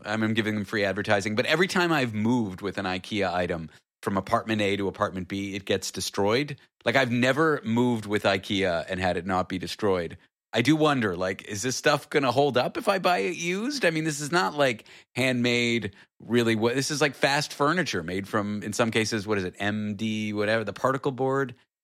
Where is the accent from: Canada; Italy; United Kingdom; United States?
Canada; Toronto, Ontario; I grew up in Toronto.